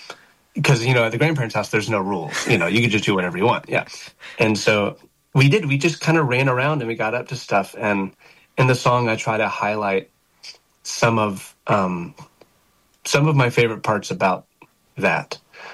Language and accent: English; Arkansas, United States; every night whenever I say I'm from Arkansas, usually it's crickets.